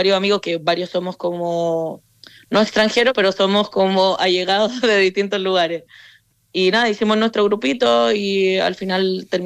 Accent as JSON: {"language": "Spanish", "town": "Santiago", "region": "Santiago Metropolitan Region", "country": "Chile", "moved": "as an adult", "lives_now": "Gijón, Spain", "said": "Yo vengo de una capital, vengo de Santiago. Entonces, claro, es todo como muy seco, es distinto. Es como vivir en Madrid, es como una ciudad muy grande, mucha gente."}